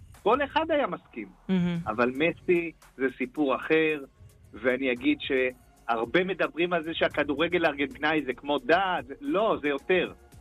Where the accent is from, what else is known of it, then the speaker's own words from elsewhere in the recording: Argentina; now in Israel; אנחנו ארגנטינאים